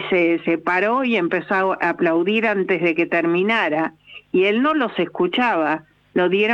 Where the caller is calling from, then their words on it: Acasuso, Buenos Aires Province, Argentina; Buenas noches, Hernán. … de Acasuso.